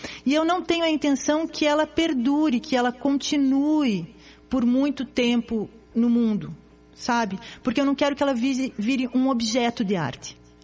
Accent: Curitiba, Paraná, Brazil; also born or lived in Morretes; Eu sou de Curitiba, mas eu vivi muito tempo em Morretes. As férias de infância sempre foram em Morretes.

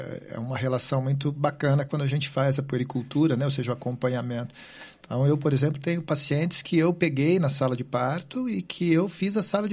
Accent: Londrina, Paraná, Brazil; moved away as an adult; now in Curitiba, Brazil; Eu nasci em Londrina, interior do Paraná, em Londrina.

